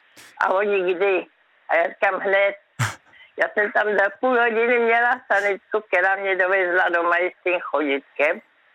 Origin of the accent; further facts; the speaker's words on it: Brno, South Moravian Region, Czechia; Víte, kde jsem vyrostla v Kamence? To je samý vrch, samý kopec v Brně.